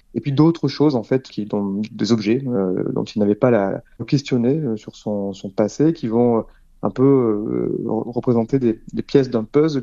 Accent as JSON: {"language": "French", "region": "Nouvelle-Aquitaine", "country": "France", "tie": "born or raised there", "said": "j'ai grandi dans la Creuse"}